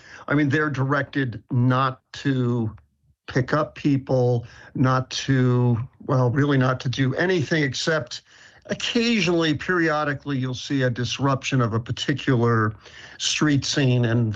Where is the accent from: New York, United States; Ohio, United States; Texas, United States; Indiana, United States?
New York, United States; New York City; born or raised there